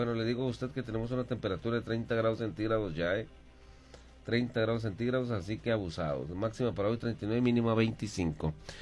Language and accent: Spanish; Mexico